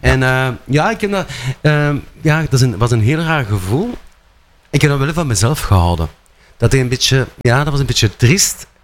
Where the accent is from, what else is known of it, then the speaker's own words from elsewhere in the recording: Brussels, Brussels-Capital Region, Belgium; Ik kom ook van Brussel trouwens, dat kun je aan mijn re horen.